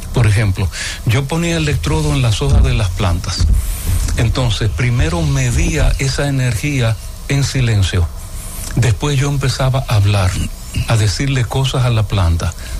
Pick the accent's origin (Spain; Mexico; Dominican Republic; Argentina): Dominican Republic; Nagua, María Trinidad Sánchez; born or raised there; also born or lived in San Francisco de Macorís